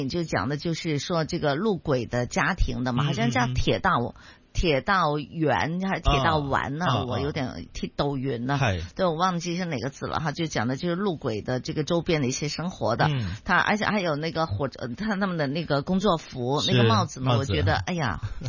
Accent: Hong Kong; 在日本发生也是我们香港人了，

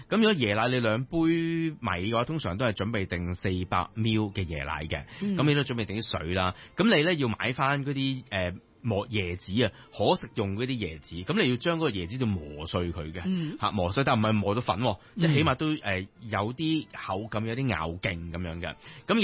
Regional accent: Hong Kong; 我哋香港人口味

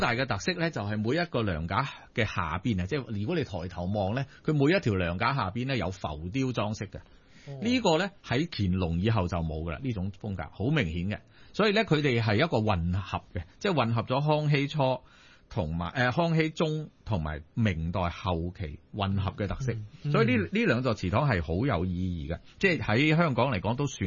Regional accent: Guangzhou, Guangdong, China; moved away; 因為我記得我細個嗰陣時喺廣州嘅生活啊。

